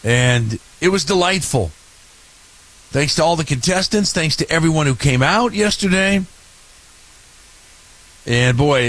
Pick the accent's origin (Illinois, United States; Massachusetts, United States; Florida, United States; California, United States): California, United States; Sacramento; I mean, because they're Sacramento. I'm from Sacramento. Many of you listening are from Sacramento. I talk about Sacramento all the time. You know, it's my history.